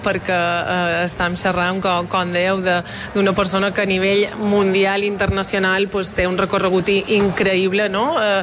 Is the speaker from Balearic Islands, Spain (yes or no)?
yes; Balearic Islands, Spain